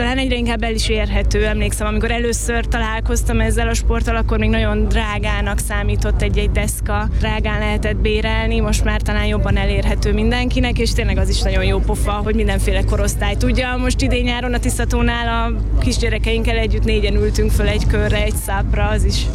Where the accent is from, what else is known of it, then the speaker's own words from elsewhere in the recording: Budapest, Hungary; Én itt nőttem föl, tényleg minden épületet ismerek, amit itt látunk